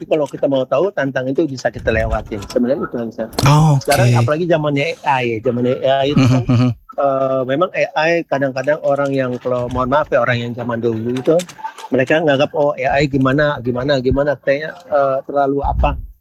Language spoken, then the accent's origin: Indonesian; Manado, North Sulawesi, Indonesia; Iya betul, kita dari Manado.